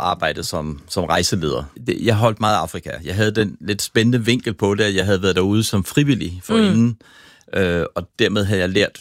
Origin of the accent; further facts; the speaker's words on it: Copenhagen, Capital Region of Denmark, Denmark; now in Cape Verde; den er aktiv, og der kommer røg op ad den, og det er ret eksotisk som dansker.